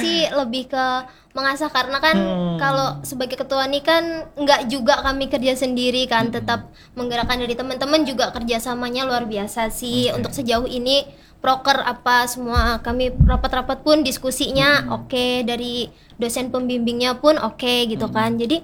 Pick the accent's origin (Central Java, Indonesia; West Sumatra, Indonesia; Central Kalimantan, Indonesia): Central Kalimantan, Indonesia; Palangka Raya; aku kan kebetulan orang Palangka juga, jadi nggak terlalu sering keluar kota gitu kan.